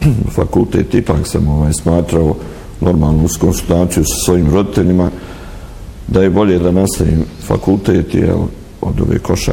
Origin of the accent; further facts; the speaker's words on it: Banovići, Federation of Bosnia and Herzegovina, Bosnia & Herzegovina; I ja sam se rodio 1958. u decembru. Moja sestra je 1963. godine. I pamtim stvarno jedno lijepo djetinjstvo u Banoviću. Banovići su baš tad bili specifični.